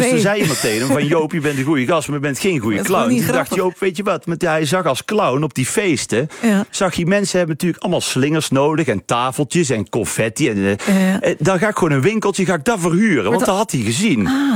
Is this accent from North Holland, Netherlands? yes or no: no; Best, North Brabant, Netherlands; Maar dus ik ben super blij dat ik uit Best kom.